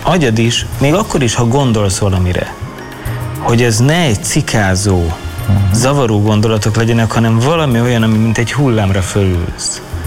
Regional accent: Budapest, Hungary; én a Lehel téren nőttem föl, ott rengeteg autó közlekedett mindig is, és én úgy aludtam el mindig gyerekkoromban, hogy mentek az autók

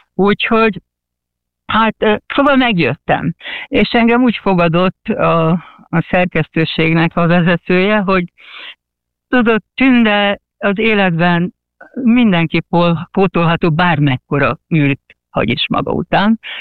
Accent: Hungary; now in England; Én úgy kerültem Angliába, nem úgy, mint a honfitársak többsége, hogy új munka, karrier lehetőség. Én szerelemből mentem Angliába.

